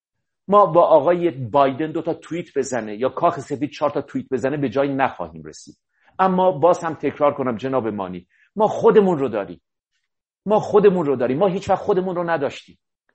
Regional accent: Iran

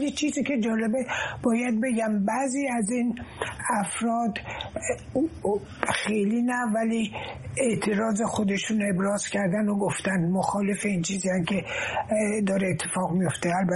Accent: Iran; moved away; مهمتر از برگشتن من به ایران، واقعا دیگه چند روز دیگه میشه 84 سالم

